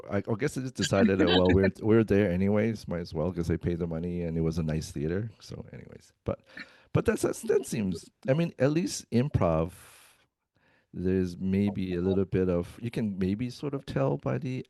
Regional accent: Winnipeg, Manitoba, Canada; Next Thursday, you'll be in my hometown of Winnipeg, Manitoba.

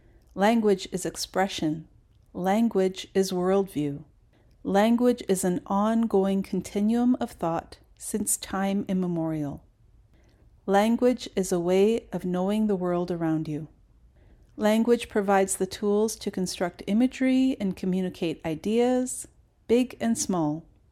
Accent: Prince Rupert, British Columbia, Canada; I did learn many Haida songs when I was growing up in Prince Rupert as a member of the Cui Unglis Haida dance group

